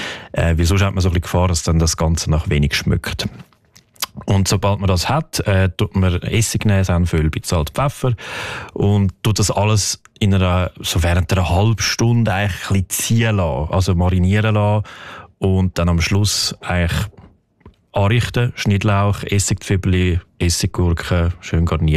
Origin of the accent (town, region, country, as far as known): Switzerland